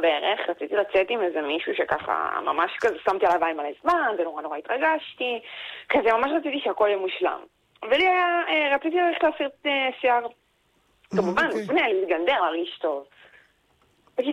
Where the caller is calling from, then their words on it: Tel Aviv, Tel Aviv District, Israel; אני מתל אביב, אני בת 22.